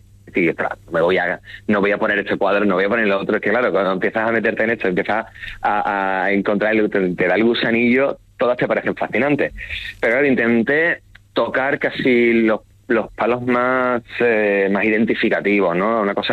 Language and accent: Spanish; Andalusia, Spain; por ejemplo, en mi tierra, en Andalucía, ha salido bastante en los medios de comunicación